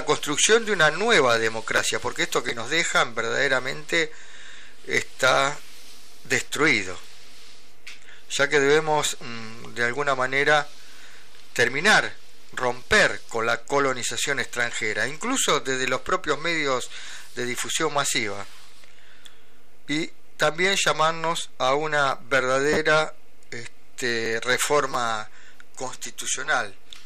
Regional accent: Argentina

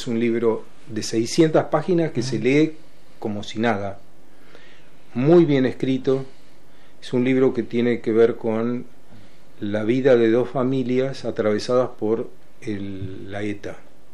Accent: La Plata, Buenos Aires Province, Argentina; born there; also born or lived in Córdoba / United States; yo soy de La Plata. Yo nací en Córdoba, pero en Córdoba iba para fin de año y nada más. Acá en La Plata, tuve todo, no solamente los trabajos, sino la familia, la esposa, los hijos, las hijas, los nietos y la nieta, todos de La Plata.

